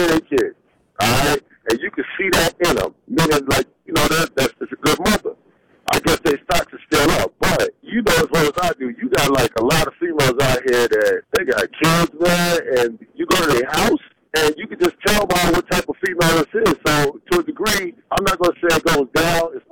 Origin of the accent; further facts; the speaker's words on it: New York, United States; now in Brunswick, United States; Right now, I'm in Brunswick, Georgia. I come from New York.